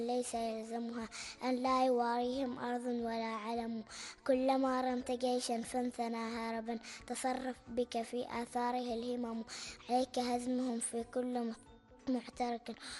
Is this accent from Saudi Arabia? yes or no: no; Oman; لأنهم من بلدي عمان الحبيبة